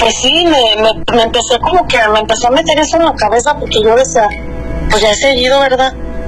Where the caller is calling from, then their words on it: León, Guanajuato, Mexico; Yo, estoy acá en León, Guanajuato.